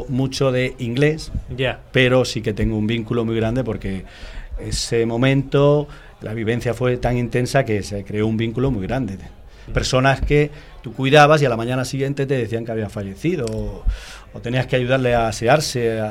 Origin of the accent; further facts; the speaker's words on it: Spain; Yo soy español.